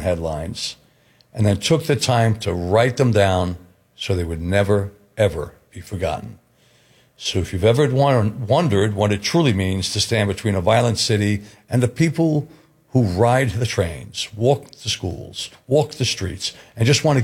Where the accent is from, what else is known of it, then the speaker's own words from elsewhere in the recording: New York City, New York, United States; Both of us growing up in the Bronx.